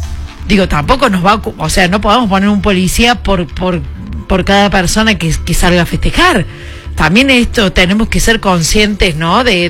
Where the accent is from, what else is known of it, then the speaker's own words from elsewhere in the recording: Argentina; No solamente a nosotros como argentinos, sino al mundo.